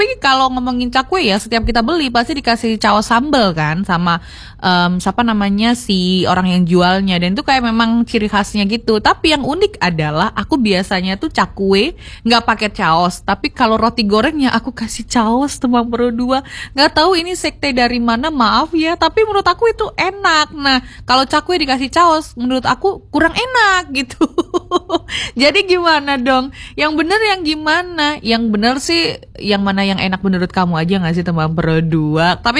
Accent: Surabaya, East Java, Indonesia; Aku wong Barat ya kan, jadi ngertiin yang Surabaya Barat.

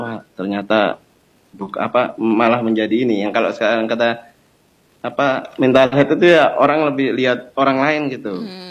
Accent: Java, Indonesia; Sekelas Ibu Kartini aja susah itu menobrak tradisi kalau saya orang Jawa gitu.

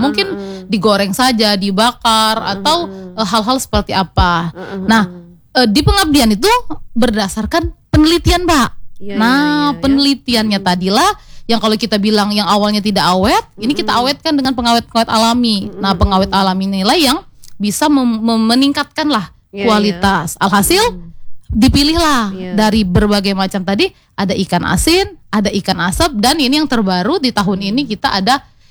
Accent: South Sumatra, Indonesia; now in Bengkulu, Indonesia; Dulu saya sebenarnya asalnya tuh bukan dari Bengkulu. Jadi asalnya dari Sumatera Selatan. Lama di enggak ngajar di Palembang, Lahat gitu kan.

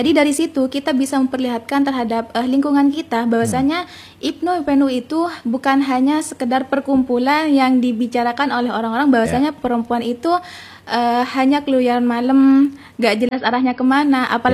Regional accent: Indonesia; born there; saya lahir di Kecamatan Kariangat, di mana di kecamatan saya sendiri mas itu banyak anak mudanya yang kurang terhadap bersosialisasi, berorganisasi sendiri.

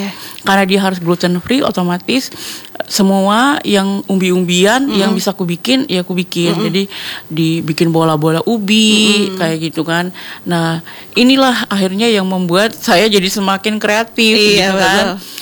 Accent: Papua, Indonesia; Dan waktu itu aku Papua, istilahnya Indonesia Timur, mm-hmm. satu-satunya, okay. yang bisa lolos

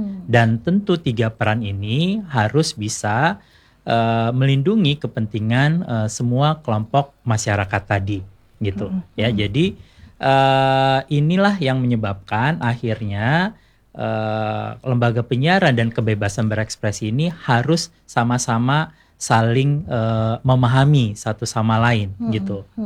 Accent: Aceh, Indonesia; membawa identitas kita sebagai suatu bangsa gitu ya, sebagai orang Aceh ya khususnya misalnya.

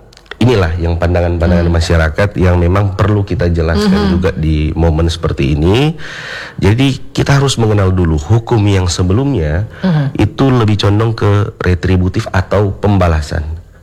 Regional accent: North Sulawesi, Indonesia; Sebagai orang Sulawesi Utara juga ya pasti sering dengar ya.

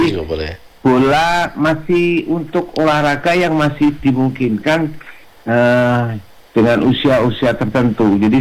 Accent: Batam, Riau Islands, Indonesia; saya sebagai warga Batam

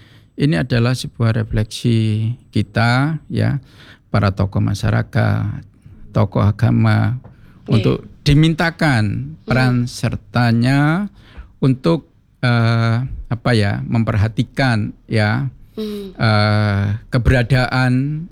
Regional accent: Surabaya, East Java, Indonesia; kita juga sebagai warga Surabaya

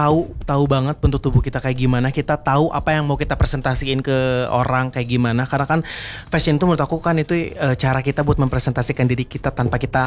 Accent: Subang, West Java, Indonesia; born there; now in Bandung, Indonesia

